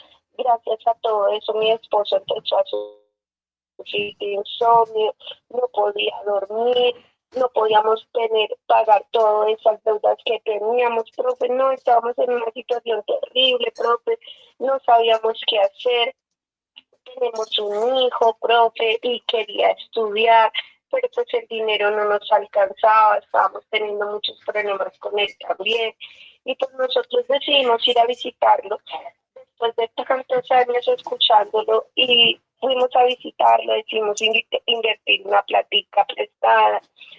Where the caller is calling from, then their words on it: Bogotá, Colombia; le estoy llamando desde acá, desde el barrio Laya.